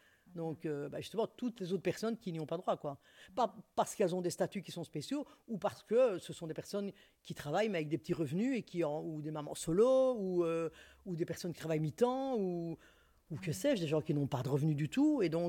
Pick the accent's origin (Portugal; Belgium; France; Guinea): Belgium; Brussels; Pendant une année, j'ai vraiment cherché ce qui se faisait chez nous, donc à Bruxelles, chez nous en Belgique, et puis ailleurs, dans d'autres pays.